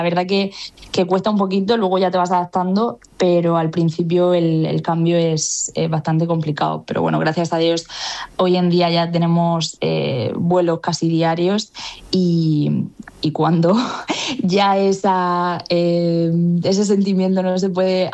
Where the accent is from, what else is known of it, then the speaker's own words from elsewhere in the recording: Region of Murcia, Spain; now in Miami, United States; nosotros somos varios los murcianos que estamos aquí en la zona de Miami